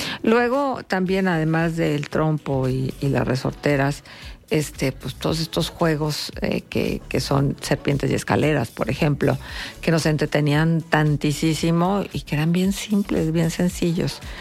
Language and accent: Spanish; Mexico; todos estos juegos que tenemos como mexicanos y que son tan nuestros.